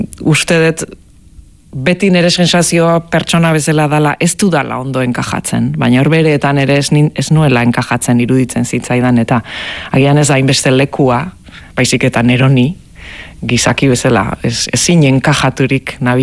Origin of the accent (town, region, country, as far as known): Basque Country, Spain; born or raised there; moved away as an adult; also born or lived in Netherlands